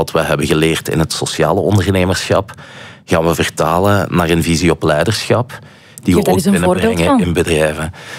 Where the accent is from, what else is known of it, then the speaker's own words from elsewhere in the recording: Flanders, Belgium; Ik zeg, soy de Belgica. En hij zegt, ah, een Belg. En toen zegt Francofen of Flamenco, Vlaming of Waal. En ik zeg, ja, soy Flamenco.